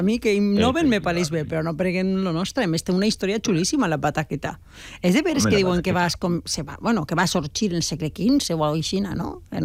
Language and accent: Catalan; Valencian Community, Spain; jo li dic pataca, perquè jo soc de l'Horta